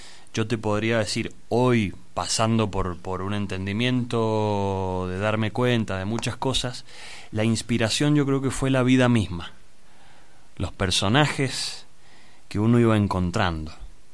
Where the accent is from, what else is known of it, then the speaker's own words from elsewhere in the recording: San Martín, Buenos Aires Province, Argentina; Trabajábamos allá en San Martín, yo soy de San Martín.